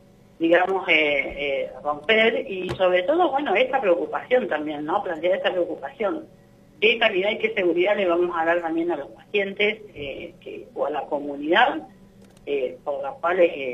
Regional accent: Puerto Madryn, Chubut, Argentina; Yo soy de Madrid

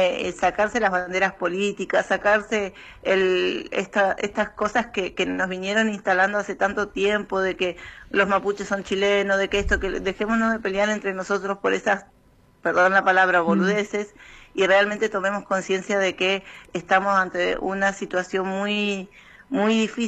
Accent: Argentina; nosotros somos parte de un pueblo originario y en nuestro documento además dice que somos ciudadanos argentinos

